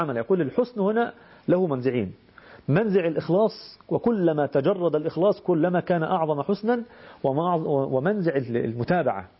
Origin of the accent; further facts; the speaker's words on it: Egypt; إحنا بنسميه عندنا في مصر النهاردة يسموه ترند